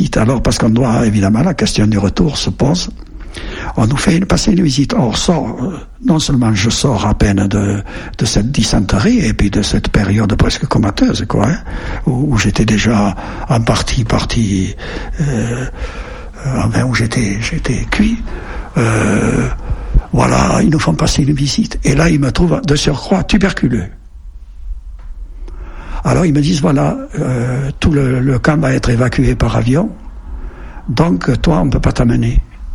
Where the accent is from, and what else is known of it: Périgueux, Nouvelle-Aquitaine, France